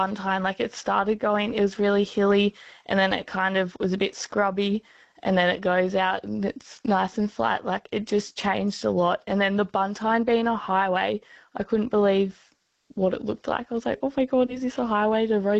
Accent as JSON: {"language": "English", "town": "Orange", "region": "New South Wales", "country": "Australia", "lives_now": "Northern Territory, Australia", "said": "I'm originally from Orange in New South Wales."}